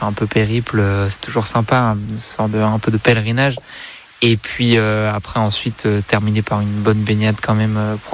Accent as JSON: {"language": "French", "town": "Besançon", "region": "Bourgogne-Franche-Comté", "country": "France", "said": "Je viens de Besançon, dans l'est de la France."}